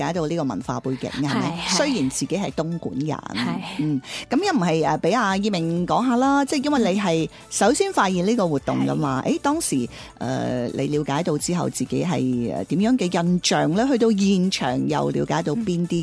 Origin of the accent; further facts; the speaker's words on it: Taishan, Guangdong, China; 我自己本身真的很喜欢吃我家乡的咸肉粽、啦，这些都是最标配的，即是最传统的。但是莲子好像 台山的鹹肉粽真的很少加、